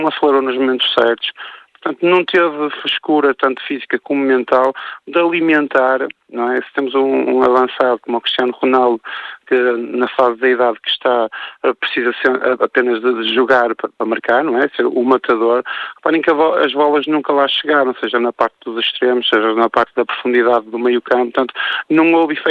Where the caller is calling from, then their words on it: Portugal; estou a falar daquilo que é a nossa cultura enquanto português.